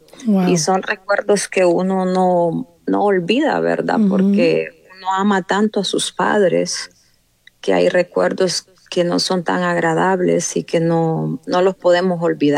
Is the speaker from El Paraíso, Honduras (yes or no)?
no; Tegucigalpa, Francisco Morazán, Honduras; moved away as an adult; now in Canada; Pues yo, gracias a Dios, tengo la oportunidad de vivir aquí en Canadá, pero yo soy hondureña. Soy de tierras hondureñas y soy de la ciudad de Tegucigalpa.